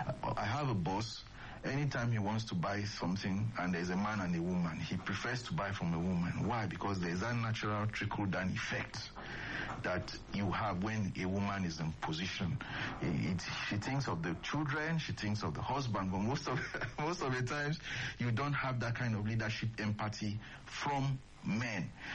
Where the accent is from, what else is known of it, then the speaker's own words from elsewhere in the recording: Benue, Nigeria; in my state, I come from Benue State